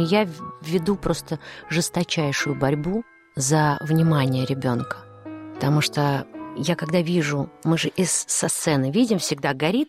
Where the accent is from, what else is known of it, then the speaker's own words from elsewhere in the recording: Odesa, Odesa Oblast, Ukraine; moved away as an adult; now in Moscow, Russia; Где я не собиралась оставаться, я собиралась отучиться и вернуться в родной город.